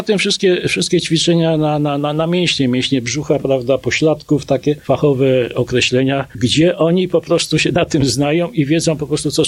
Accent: Zawiercie, Silesian Voivodeship, Poland; jestem osobą niepełnosprawną, jestem beneficjentem Fundacji Poland Business Run. Przyjechałem do Krakowa z Zawiercia.

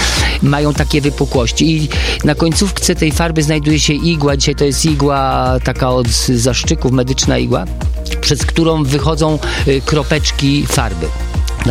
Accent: Lower Silesian Voivodeship, Poland; born there

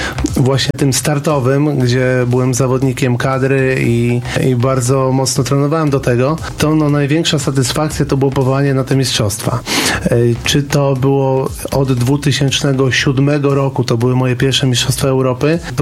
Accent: Zamość, Lublin Voivodeship, Poland; now in Płock, Poland; ponieważ jestem z Zamościa

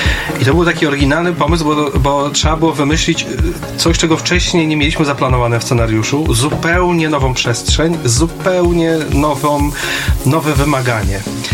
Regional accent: Pionki, Masovian Voivodeship, Poland; ja jestem z Pionek

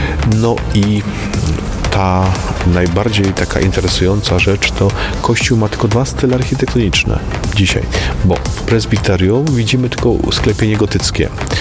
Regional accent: Kalisz, Greater Poland Voivodeship, Poland; born there

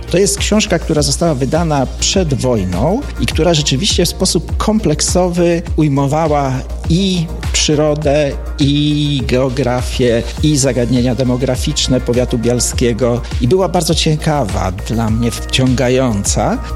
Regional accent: Podlasie, Poland; also born or lived in Göttingen, Germany

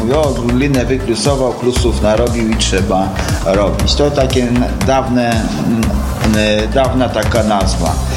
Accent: Urzędów, Lublin Voivodeship, Poland; A jestem urzędowiak taki, można powiedzieć, że praktycznie 100% tam od iluś tam pokoleń, nie?

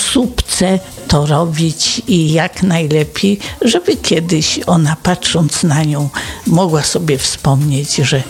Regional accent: Koszalin, West Pomeranian Voivodeship, Poland; Jestem emerytką z Koszalina

